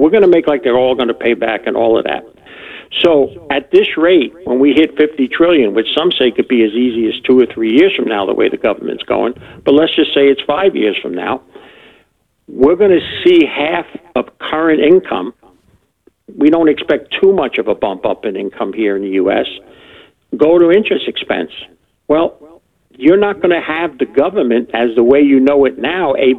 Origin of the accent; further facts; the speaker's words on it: New Jersey, United States; I'm from New Jersey, so we always have opinions.